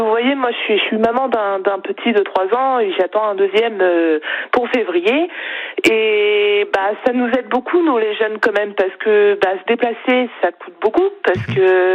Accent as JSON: {"language": "French", "town": "Bron", "region": "Auvergne-Rhône-Alpes", "country": "France", "said": "Je suis pas de Plumogan, je suis de Bron."}